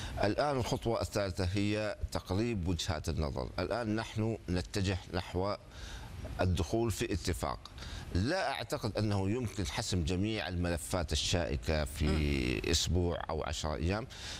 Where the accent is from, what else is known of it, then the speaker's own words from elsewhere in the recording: Pakistan; كباكستاني